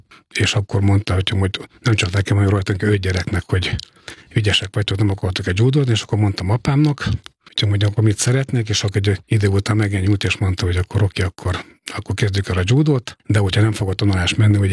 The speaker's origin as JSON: {"language": "Hungarian", "town": "Miskolc", "region": "Borsod-Abaúj-Zemplén", "country": "Hungary", "tie": "born there", "said": "Miskolcon születtem 1965-ben"}